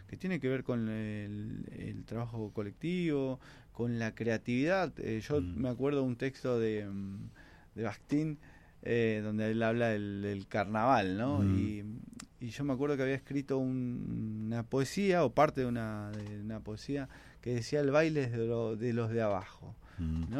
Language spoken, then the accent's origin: Spanish; Quilmes, Buenos Aires Province, Argentina; Yo crecí en Villa Itatí, mi hermano, mi hermana